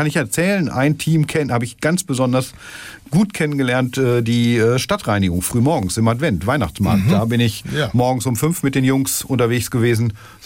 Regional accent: Stolzenau, Lower Saxony, Germany; also born or lived in Hanover / Petershagen; now in Minden, Germany; In Hannover habe ich tatsächlich nie gelebt, aufgewachsen. Bin ich in Stolzenau. Ich sage immer, ich bin Dorfkind. Also ich bin wirklich in diesem ländlichen Raum zwischen Stolzenau, Petershagen und dann Minden aufgewachsen. Ich bin wirklich ein Dorfkind und Weserjunge.

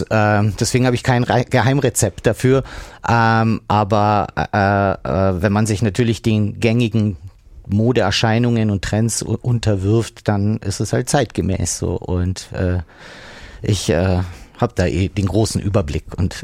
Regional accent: Munich, Bavaria, Germany; das ist halt die Stadt, aus der wir kommen, in der wir geboren sind, in der wir groß geworden sind, in der wir leben. Insofern haben wir nicht den Blick von außen auf München, sondern eben von innen.

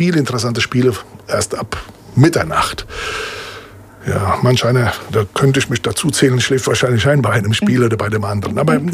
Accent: Italy; als Italiener

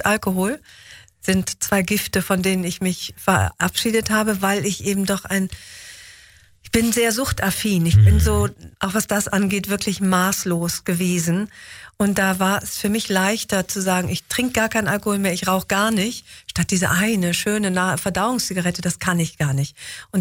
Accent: Aachen, North Rhine-Westphalia, Germany; now in Hamburg, Germany; Ach, ich habe so zärtliche Gefühle für meine Heimat, das Rheinland, der Karneval.

